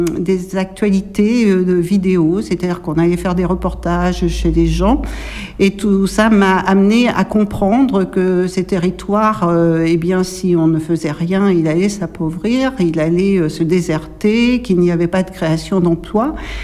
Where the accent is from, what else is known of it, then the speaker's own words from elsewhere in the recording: Chasseneuil, Nouvelle-Aquitaine, France; je suis originaire de Chasseneuil, qui est une commune à côté. Je n'étais pas très loin. Par contre, j'ai été amenée à travailler sur ce territoire, à y avoir ma propre maison.